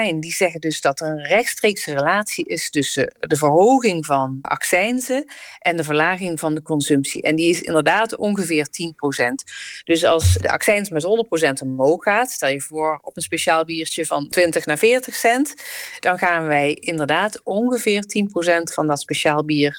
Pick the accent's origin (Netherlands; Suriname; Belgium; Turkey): Netherlands